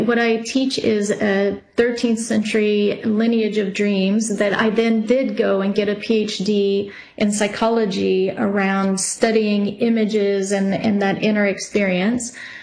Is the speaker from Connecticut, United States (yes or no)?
no; Texas, United States; born there; moved away; I lived in Texas where we had tornadoes.